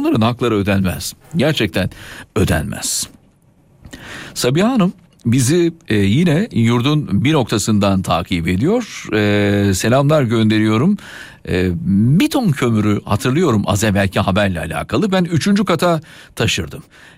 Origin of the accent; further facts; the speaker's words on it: Konya, Turkey; Hani bir Gonyalı olarak bundan da haberdar olmamızdan daha doğal bir şey yoktur herhalde.